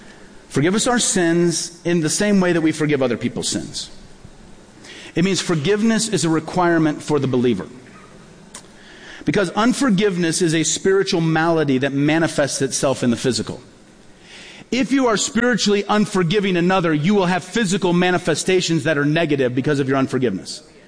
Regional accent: Peoria, Illinois, United States; born or raised there

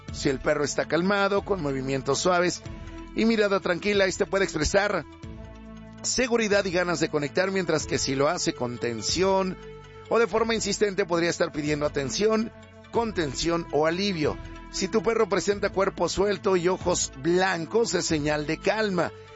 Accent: Mexico City, Mexico; el festejo de la fiesta de mi pueblo allá en la Magdalena Culhuacán.

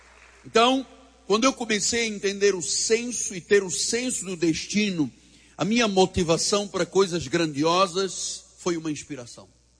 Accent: Portugal; eu tinha até sotaque americano sendo português.

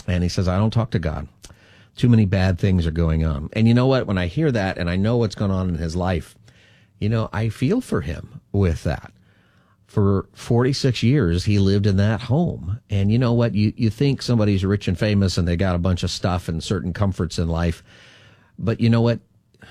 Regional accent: Palmdale, California, United States; Just in case there's an open house of that house I grew up in Palmdale, for example.

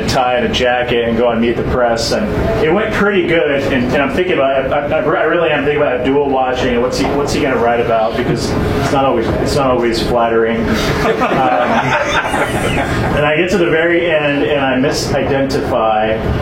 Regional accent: Columbia City, Indiana, United States; We make all the sonar buoys for the United States Navy in my hometown in Columbia City, which is really important.

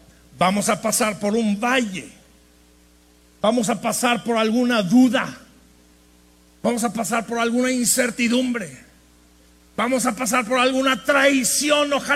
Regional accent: northern Mexico, Mexico; Como somos así los norteños, ¿verdad? Hablamos primero y pensamos después.

